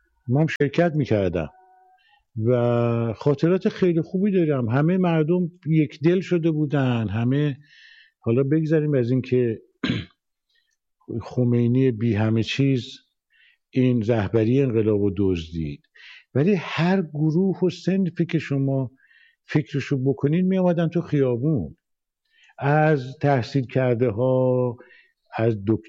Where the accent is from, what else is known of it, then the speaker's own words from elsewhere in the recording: Tehran, Tehran Province, Iran; born there; من در تهران به دنیا آمدم و در یه خانواده مذهبی و متوسط، بعد وارد دانشگاه تهران شدم